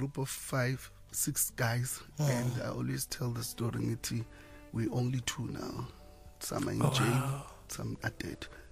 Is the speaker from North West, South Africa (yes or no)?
no; KwaThema, Gauteng, South Africa; Yeah, so I'm born and bred at Kwathema